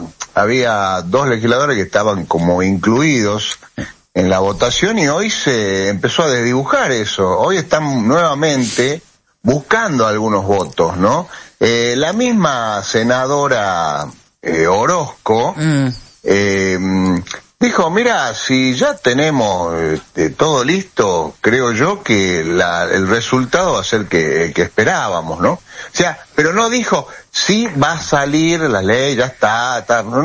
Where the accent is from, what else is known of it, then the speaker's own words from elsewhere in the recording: Salta, Argentina; si nosotros acá en Salta, yo que soy de Salta, en Salta